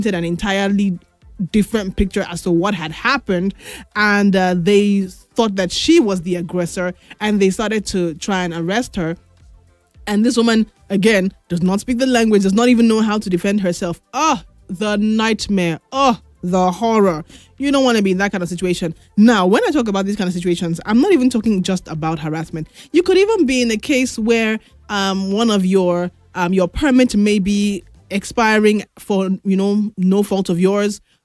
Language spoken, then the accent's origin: English; Nigeria; As a Nigerian, if I were you, I would take the embassy and hold them tight if I'm traveling.